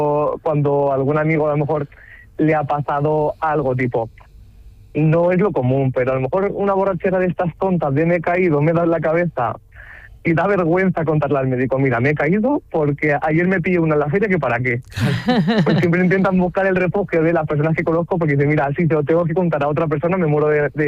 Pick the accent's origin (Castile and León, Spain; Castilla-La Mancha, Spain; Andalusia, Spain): Castilla-La Mancha, Spain; Albacete; moved away as an adult; now in Madrid, Spain; Yo al final me tengo que venir aquí a trabajar a Madrid, pero muy a mi pesar, porque a mi Albacete me encanta y al final, bueno, que Castilla-La Mancha es mi tierra y yo tengo mucho arraigo